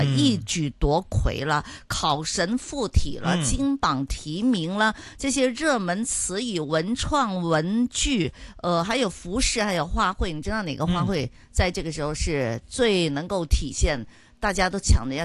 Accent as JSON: {"language": "Chinese", "country": "Hong Kong", "said": "我哋广东话，哎，但是我们没有高考，香港"}